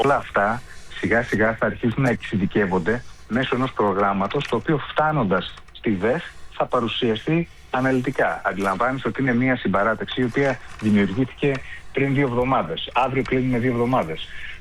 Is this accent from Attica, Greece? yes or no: no; Serres, Central Macedonia, Greece; ήμουν στη Βόρεια Ελλάδα, όπως είπατε, είμαι από Σέρες.